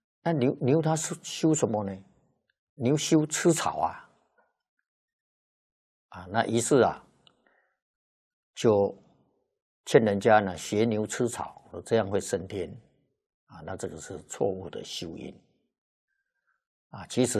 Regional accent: China; 我们中国人

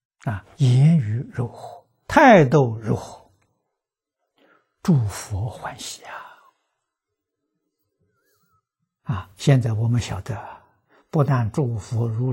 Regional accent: China; 我们中国人教学讲，教学相长

